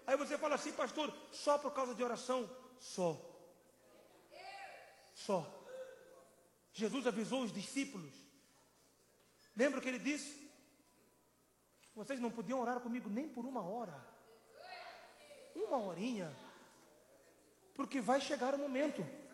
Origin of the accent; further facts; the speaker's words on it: Mozambique; Há uns anos, foi um pastor em minha terra, Moçambique.